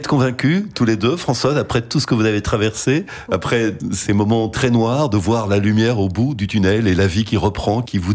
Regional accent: Belgium; comme on dit chez nous en Belgique

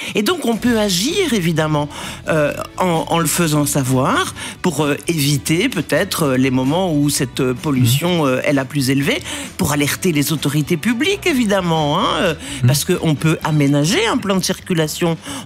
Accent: Belgium; On dit chez nous en Belgique.

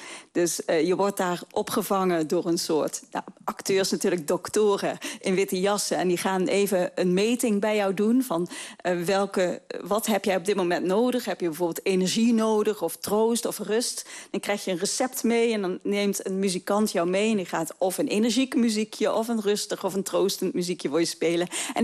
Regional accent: Blerik, Limburg, Netherlands; Opgegroeid in Blerik.

